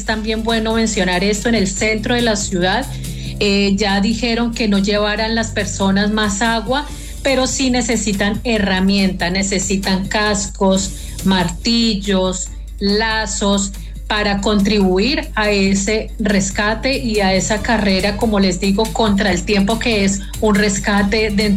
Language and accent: Spanish; Colombia